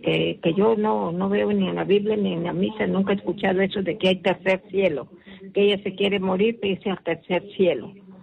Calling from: Piura, Peru; De Piura.

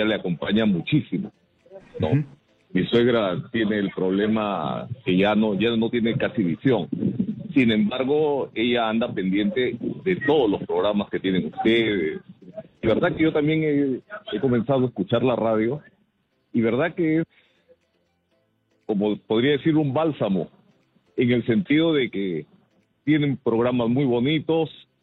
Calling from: Lima, Peru

